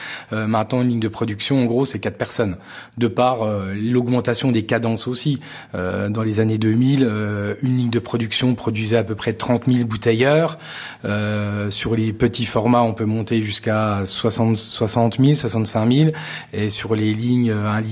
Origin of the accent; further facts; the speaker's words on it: Vittel, Grand Est, France; Moi, je suis né à Vittel, je suis né en 76, je suis un des derniers nés à Vittel, hein, parce qu'après la maternité a fermé.